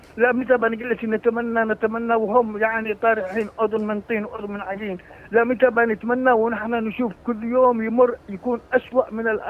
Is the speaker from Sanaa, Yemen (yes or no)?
no; Aden, Yemen